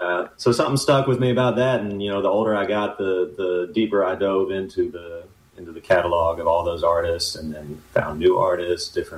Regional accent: Marion, Arkansas, United States; Yeah, I was born and raised in Marion, Arkansas, in Crittenden County. Spent my whole life there.

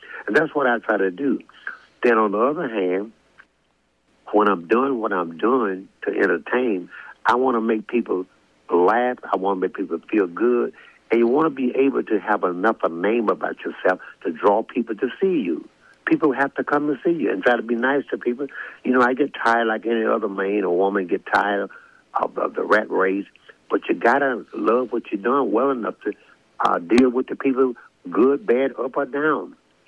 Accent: Arkansas, United States; it makes me feel good to be back in my home state. Now we have the Pine Bluff. I want them to hear me. Everybody from Pine Bluff, Little Rocks, Hot Spring, and all around England, Arkansas, everybody all over the state

